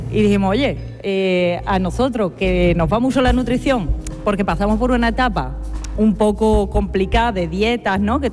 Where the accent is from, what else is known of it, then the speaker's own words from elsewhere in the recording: Jerez de la Frontera, Andalusia, Spain; moved away as an adult; also born or lived in France; yo nací en la Liberación.